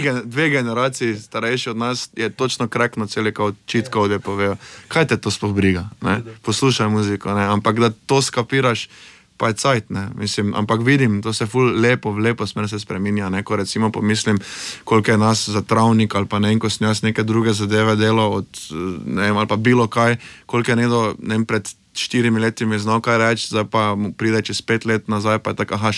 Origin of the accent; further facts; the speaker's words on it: Maribor, Drava, Slovenia; jaz sem Mariborčan, pa sem imel skozi celo kariero neprimerno več nastopov v Ljubljani